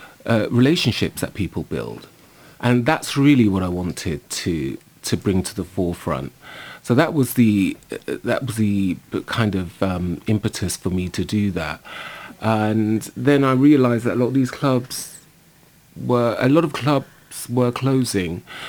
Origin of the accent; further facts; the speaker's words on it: London, United Kingdom; I mean, I'm a Londoner. I've lived in King's Cross for many, many years